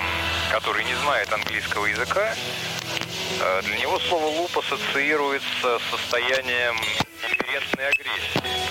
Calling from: Volgograd, Volgograd Oblast, Russia; Я вот из Волгограда вам звоню.

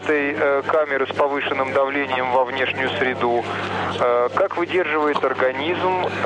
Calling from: Kazan, Tatarstan, Russia; Я из Казани звоню. Нас тут недавно подключили к «Эху Москвы».

